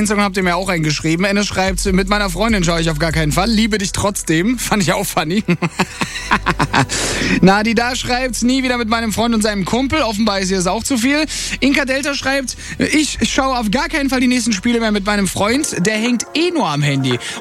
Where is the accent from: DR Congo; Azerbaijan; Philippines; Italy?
Italy; als Italiener hat man momentan keine einfache Zeit.